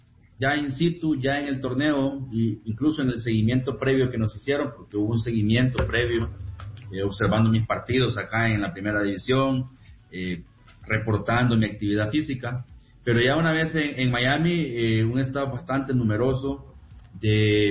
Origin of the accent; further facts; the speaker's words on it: Santa Ana, El Salvador; como soy de Santa Ana, yo entreno en las canchas del la ex Finca Modelo